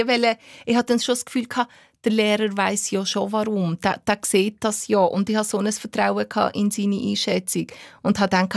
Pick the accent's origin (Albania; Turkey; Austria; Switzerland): Albania; ich bin ja nicht aus einem arabischen Land, ich bin aus Albanien.